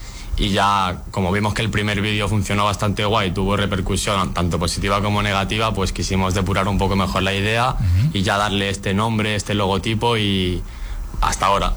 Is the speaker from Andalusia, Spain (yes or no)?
no; Lanzarote, Canary Islands, Spain; ya que eso, somos de Lanzarote, y al final si tú te mueves en metro, en bus o lo que sea, ni el transporte depende de ti, ni conoces la ciudad